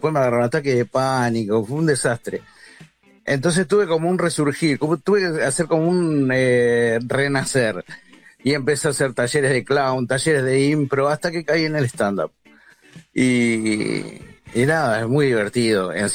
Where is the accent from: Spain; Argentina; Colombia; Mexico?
Argentina; Quilmes, Buenos Aires Province; flaco, soy de Quilmes, ¿a quién querés que te traiga a las 12 de la noche?